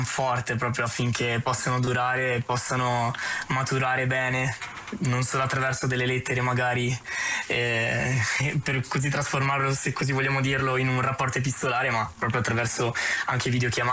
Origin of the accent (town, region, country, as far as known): Trento, Trentino-Alto Adige, Italy; also born or lived in Apulia